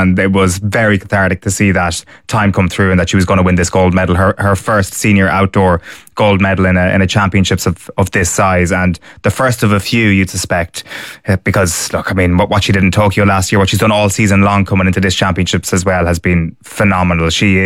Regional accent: Ireland; it's just this unusual thing as an Irish person watching any athlete compete on a continental or on a global stage.

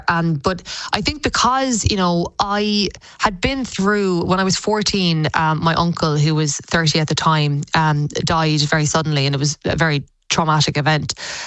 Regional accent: Clonakilty, Munster, Ireland; Yeah, you know, I'm from Clonakilty. You know, my parents own O'Neill's Butcher Shop on the main street there.

